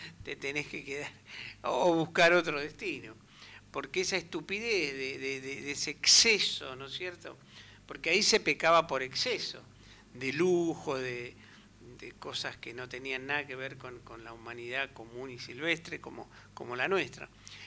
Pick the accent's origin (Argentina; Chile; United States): Argentina; nosotros somos argentinos y malvineros.